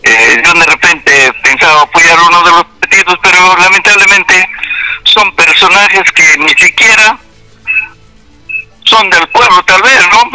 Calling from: Mazamari district, Junín, Peru; Yo vivo en Cogiales desde el año 68

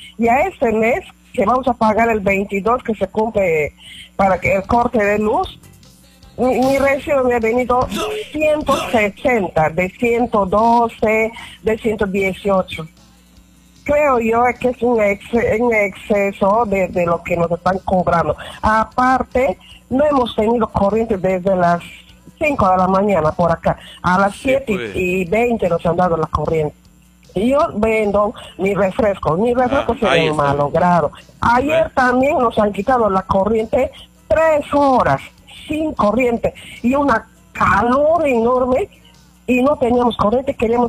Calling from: Loreto, Peru; Llamo de la calle Putumayo

